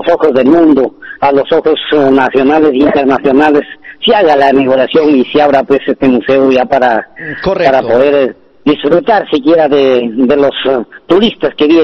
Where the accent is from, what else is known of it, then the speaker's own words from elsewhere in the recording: Chota, Cajamarca, Peru; moved away as an adult; now in Huánuco, Peru; yo estoy lejos por motivo de trabajo, Agustín, estoy lejos de mi tierra, mi tierra natal es Chota